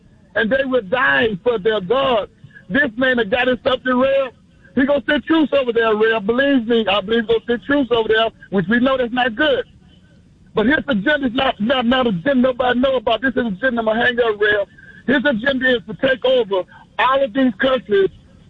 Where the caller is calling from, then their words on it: Houston, Texas, United States; I'm from Houston, real.